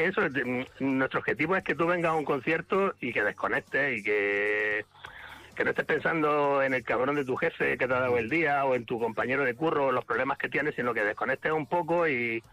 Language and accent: Spanish; Granada, Andalusia, Spain; now in Almería, Spain; yo es que vivo en Almería, uh-huh, pero yo soy de Granada también.